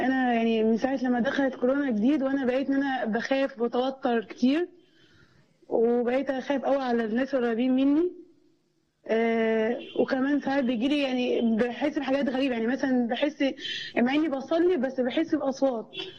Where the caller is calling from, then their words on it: Cairo, Cairo Governorate, Egypt; من القاهره.